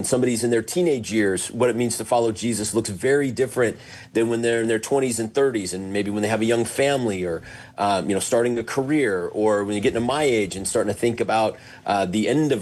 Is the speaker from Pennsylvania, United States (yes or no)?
no; Oregon, United States; also born or lived in Washington / California / Idaho / Nevada; now in Sioux Falls, United States; I grew up in the Northwest, in Oregon and Washington. Went to school up there. Went to seminary in the Bay Area in California.